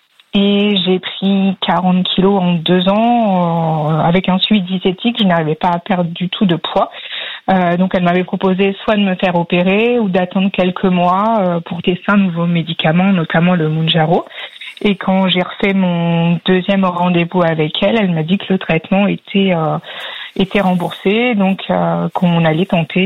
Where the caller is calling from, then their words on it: Saint-Gondon, Centre-Val de Loire, France; De Saint-Gondon dans le Loiret.